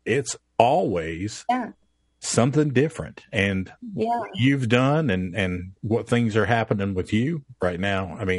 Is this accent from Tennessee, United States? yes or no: yes; Tennessee, United States; And, you know, growing up in Tennessee where I did, you know, my grandfather, when I was 10 years old, put in a … eight track in his truck.